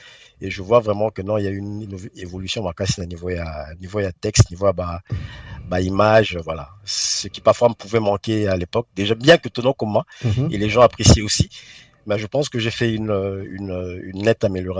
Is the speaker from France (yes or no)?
no; DR Congo; on vit ici, on acquiert certaines habitudes, certaines mentalités, mais n'empêche que nous venons du Congo. Nous avons nos racines